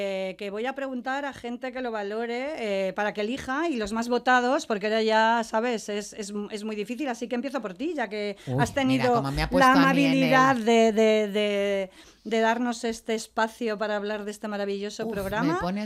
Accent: Madrid, Community of Madrid, Spain; Y luego, pues yo soy nacida en Madrid ya y criada y he vivido siempre aquí.

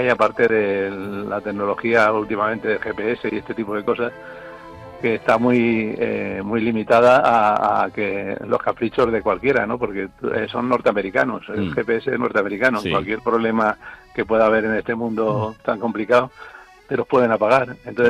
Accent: Madrid, Community of Madrid, Spain; moved away as an adult; yo soy de Vallecas. Vivíamos en la avenida Albufera

